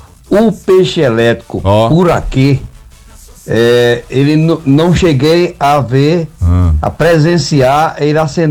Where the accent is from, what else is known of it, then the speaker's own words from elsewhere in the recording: Sumé, Paraíba, Brazil; now in João Pessoa, Brazil; No meu tempo de criança, na cidade de Sumé, no interior da Paraíba.